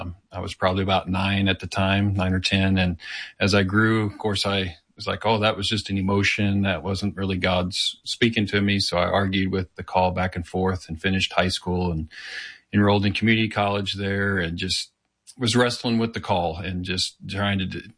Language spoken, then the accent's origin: English; Missouri, United States; moved away as an adult; also born or lived in Haiti; Well, I grew up outside of St. Louis in a very mission-minded church